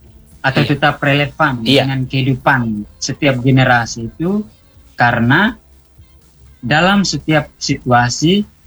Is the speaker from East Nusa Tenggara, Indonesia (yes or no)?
yes; East Nusa Tenggara, Indonesia; first language Dawan; Indonesian is a second language; moved away; Berbicara, berkomunikasi dengan bahasa Dawan juga itu merupakan satu simbol identitas di mana kita sebagai orang Dawan Timur.